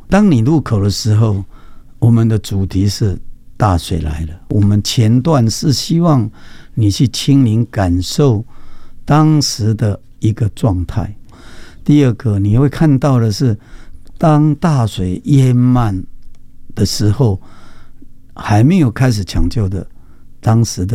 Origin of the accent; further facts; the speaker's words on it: Taiwan; 也希望能够学习台湾人这样的无私互助的这样的一个概念。